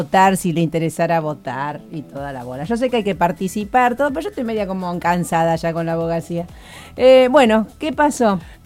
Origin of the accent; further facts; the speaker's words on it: Argentina; cuando descubre que soy argentino